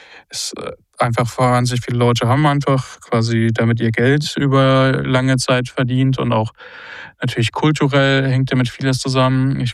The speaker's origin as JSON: {"language": "German", "region": "Southern Germany", "country": "Germany", "said": "als Süddeutscher"}